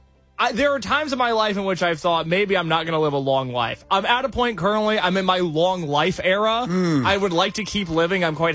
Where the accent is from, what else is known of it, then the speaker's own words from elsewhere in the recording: Indiana, United States; moved away; growing up in Indiana.